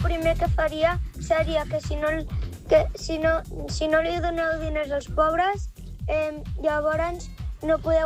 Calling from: Lleida, Catalonia, Spain; de Lleida.

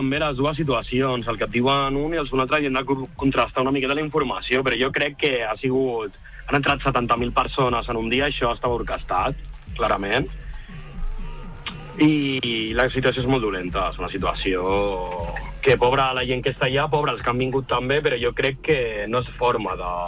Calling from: Barcelona, Catalonia, Spain; de Barcelona.

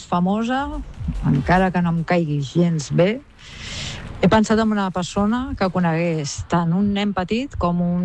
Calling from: Calella, Catalonia, Spain; de Calella.

